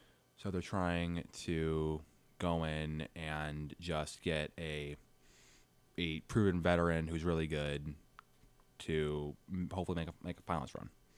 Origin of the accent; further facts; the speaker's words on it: Chicago, Illinois, United States; now in Kalamazoo, United States; I'm from Chicago